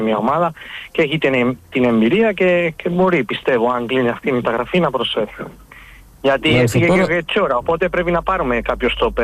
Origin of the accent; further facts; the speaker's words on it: Mallorca, Balearic Islands, Spain; Εγώ μπορώ να σας πω για το Μαφέο που ήρθε στον Ολυμπιακό, που τον είχαμε εδώ στο νησί μου, στη Μαγιόρκα.